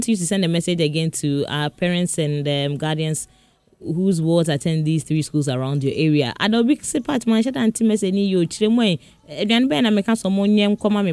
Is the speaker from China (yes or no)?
yes; China; Yes, I'm from China.